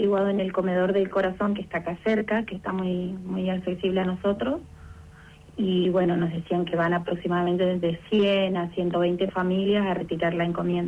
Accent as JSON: {"language": "Spanish", "region": "Chaco", "country": "Argentina", "moved": "yes", "said": "porque nosotros somos chaqueños, y estamos acá hace 20 años."}